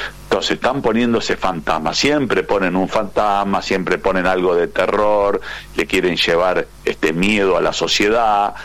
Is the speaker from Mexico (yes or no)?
no; Argentina